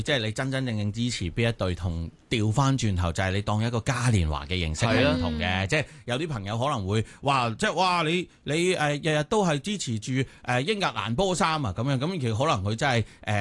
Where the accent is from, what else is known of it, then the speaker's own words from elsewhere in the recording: Hong Kong; 我哋作为香港人